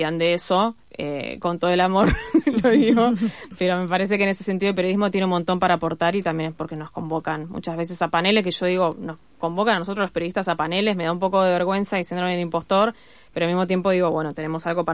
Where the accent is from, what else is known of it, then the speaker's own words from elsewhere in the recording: Buenos Aires, Argentina; yo soy de Saavedra